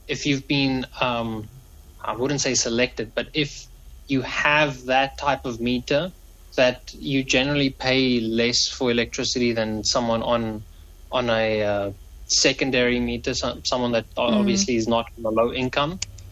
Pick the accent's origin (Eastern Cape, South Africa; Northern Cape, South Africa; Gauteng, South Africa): Gauteng, South Africa; Pretoria; now in Cape Town, South Africa; growing up in Pretoria.